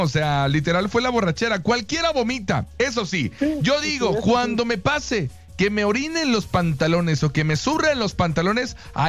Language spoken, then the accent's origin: Spanish; Cuernavaca, Morelos, Mexico; now in Mexico City, Mexico; Yo, por ejemplo, soy de Cuernavaca. Soy de Cuernavaca, Morelos, la ciudad de la eterna primavera y la capital del bello estado. Y entonces, cuando voy a Cuernavaca, porque ya vivo aquí en la Ciudad de México